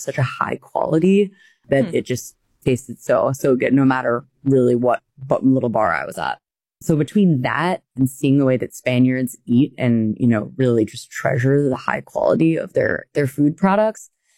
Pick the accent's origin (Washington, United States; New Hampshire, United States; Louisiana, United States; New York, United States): New Hampshire, United States; So I'm from New Hampshire originally.